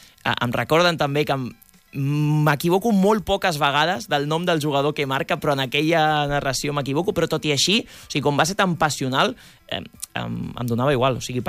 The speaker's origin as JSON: {"language": "Catalan", "town": "Rubí", "region": "Catalonia", "country": "Spain", "tie": "born or raised there", "said": "jo sóc de Rubí de tota la vida i sempre he viscut al barri i bueno, és la ciutat on sóc, on he nascut, on he crescut i on he viscut, o sigui que és la meva ciutat"}